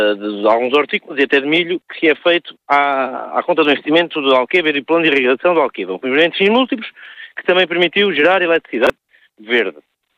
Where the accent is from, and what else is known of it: Portugal